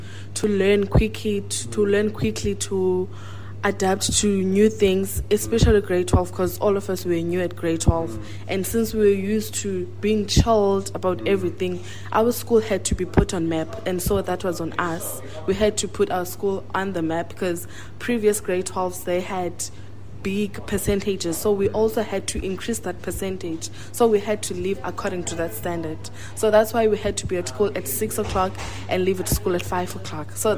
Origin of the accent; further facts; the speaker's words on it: East London, Eastern Cape, South Africa; now in Cape Town, South Africa; I'm from Eastern Cape. I went to Mzomhle Senior Secondary School in East London, Tanzania, NU1.